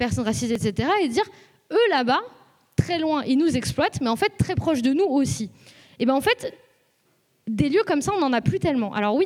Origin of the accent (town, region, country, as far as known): Lyon, Auvergne-Rhône-Alpes, France; now in Toulouse, France